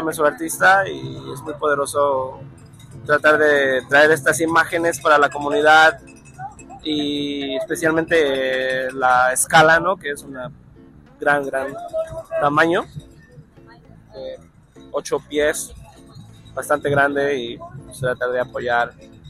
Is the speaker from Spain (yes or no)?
no; Chicago, Illinois, United States; Yo soy de La Villita, estamos aquí con amigos de la parte del sur de Chicago